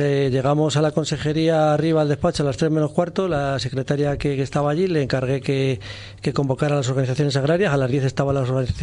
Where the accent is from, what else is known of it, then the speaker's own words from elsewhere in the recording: Arévalo, Castile and León, Spain; also born or lived in Ávila; nosotros somos de la Moraña, somos de Arevalo.